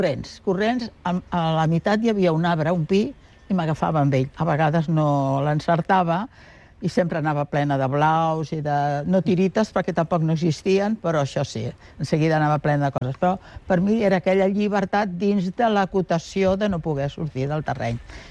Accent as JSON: {"language": "Catalan", "town": "Barcelona", "region": "Catalonia", "country": "Spain", "tie": "born there", "said": "No, vaig néixer a Barcelona."}